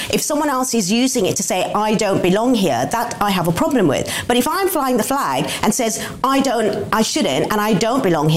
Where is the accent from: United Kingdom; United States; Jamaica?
United Kingdom; I am still British and I'm still proud.